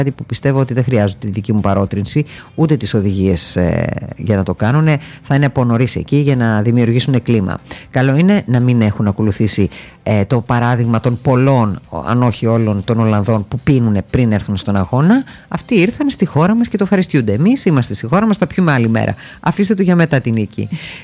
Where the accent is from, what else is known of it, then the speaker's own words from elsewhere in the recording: Thessaloniki, Central Macedonia, Greece; Είμαστε και θερμοί εμείς και ως Έλληνες, αλλά και ως Θεσσαλονικής.